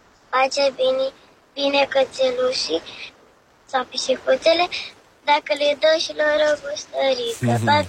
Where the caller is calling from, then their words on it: Bucharest, Romania; din București